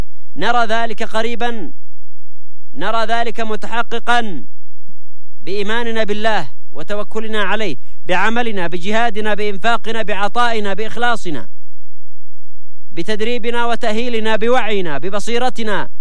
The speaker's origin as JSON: {"language": "Arabic", "country": "Yemen"}